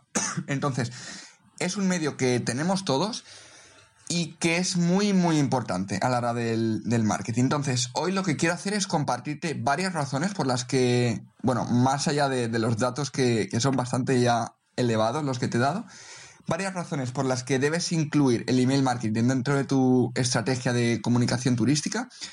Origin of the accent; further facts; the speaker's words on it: Spain; mientras en casa en España